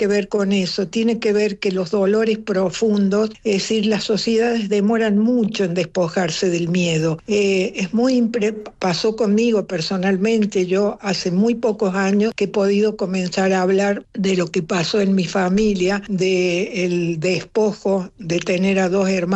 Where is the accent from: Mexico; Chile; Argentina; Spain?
Argentina